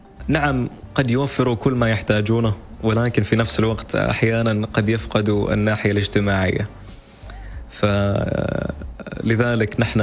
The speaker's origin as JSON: {"language": "Arabic", "country": "Oman", "said": "أقول له من سلطنة عمان."}